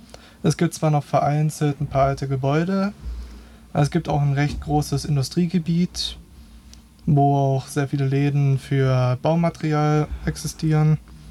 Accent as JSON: {"language": "German", "region": "Baden-Württemberg", "country": "Germany", "said": "Ich komme aus der Nähe von Freudenstadt."}